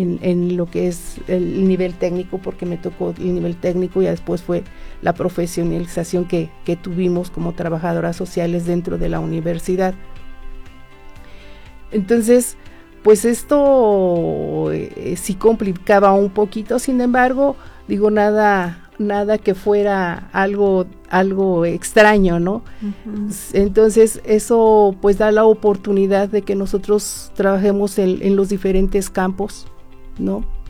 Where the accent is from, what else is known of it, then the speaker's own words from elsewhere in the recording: Mineral del Monte, Hidalgo, Mexico; now in Pachuca, Mexico; yo llegué aquí a Pachuca muy jovencita, pues prácticamente de provincia, yo soy de Mineral del Monte, pues algo muy diferente a vivir aquí a Pachuca